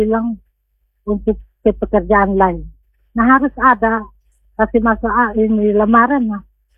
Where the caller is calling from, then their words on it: East Nusa Tenggara, Indonesia; Kebanyakan kita orang NTT itu ada di orang tuh kampung.